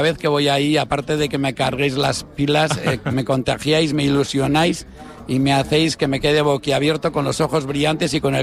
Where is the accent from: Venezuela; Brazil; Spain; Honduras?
Spain; San Sebastián, Basque Country; born there; en la parte vieja, donde yo nací